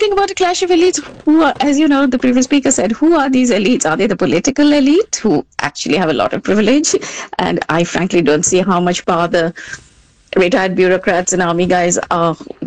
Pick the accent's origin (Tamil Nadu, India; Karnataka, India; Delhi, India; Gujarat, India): Delhi, India; moved away; I grew up in Delhi.